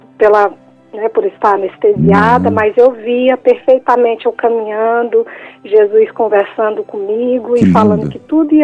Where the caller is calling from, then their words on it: Brasília, Federal District, Brazil; Eu tô falando de Brasília.